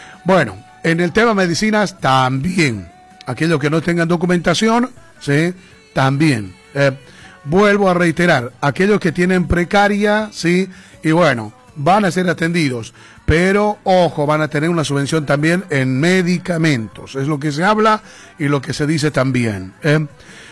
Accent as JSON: {"language": "Spanish", "country": "Bolivia", "moved": "yes", "lives_now": "Argentina"}